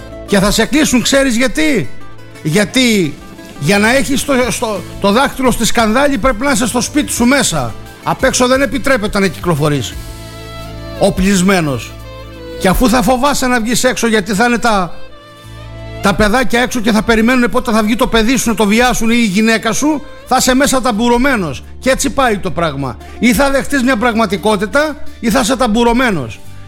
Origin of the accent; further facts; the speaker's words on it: Greece; για μένα σαν Έλληνας?